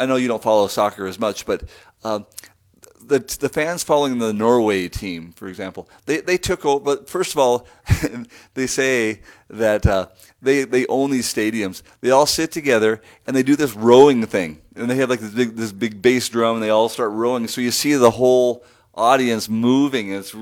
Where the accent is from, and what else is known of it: Edinburgh, Scotland, United Kingdom; born there